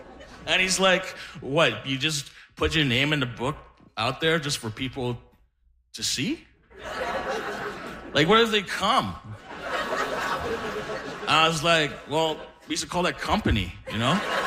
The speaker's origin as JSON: {"language": "English", "region": "Mexico City", "country": "Mexico", "said": "So, as I said, I'm from Mexico City. And a few years ago, we had a wildfire evacuation."}